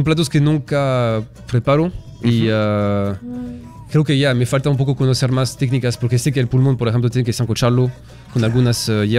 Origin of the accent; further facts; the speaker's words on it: France; Spanish is a second language; now in Peru; venir a Perú y un francés va a abrir un restaurante peruano.